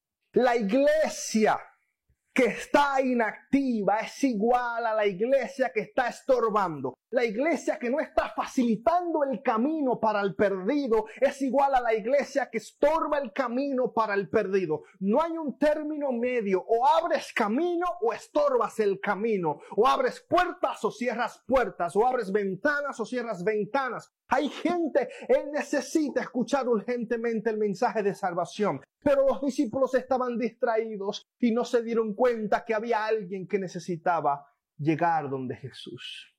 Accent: Dominican Republic; En Dominicana nosotros nos encantaba subir a los techos y volar de un lugar para otro. Y los techos en mi país no son como los techos en aquel lugar.

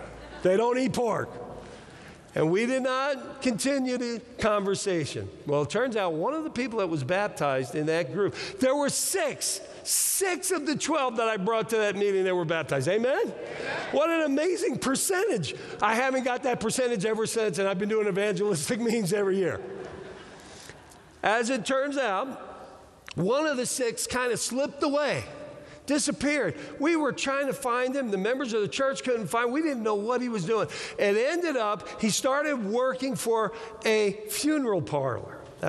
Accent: Atlantic City, New Jersey, United States; Well, we're from Atlantic City.

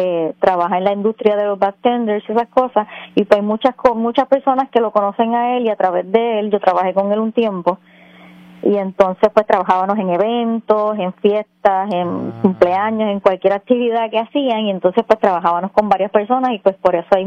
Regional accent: Aguada, Puerto Rico; es de Aguada.

